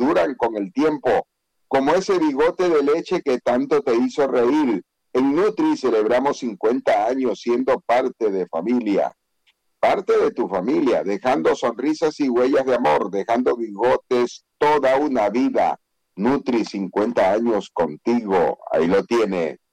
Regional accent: Vinces, Los Ríos, Ecuador; el Cantón Vinces, mi pueblo natal, la provincia de Los Ríos.

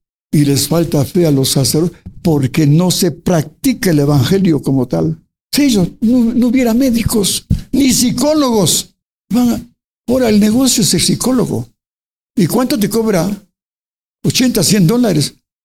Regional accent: Ecuador; also born or lived in Colombia; soy extranjero, soy ecuatoriano

